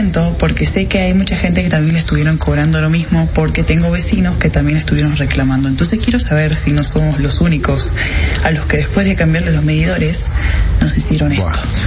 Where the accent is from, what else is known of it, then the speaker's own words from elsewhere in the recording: Salta, Argentina; Yo soy de Salta Capital.